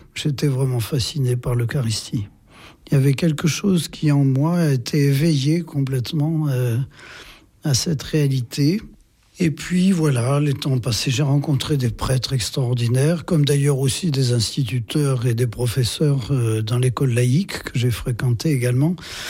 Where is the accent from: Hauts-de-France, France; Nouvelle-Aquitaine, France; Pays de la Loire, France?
Nouvelle-Aquitaine, France; Limoges; Oui, je suis originaire du Limousin, de Limoges même, oui, oui, oui.